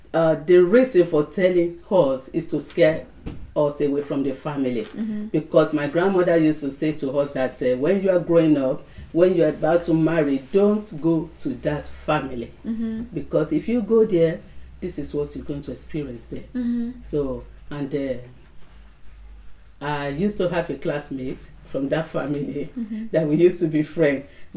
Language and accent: English; Nigeria; moved away; I'm from Nigeria. I'm from a Yoruba tribe.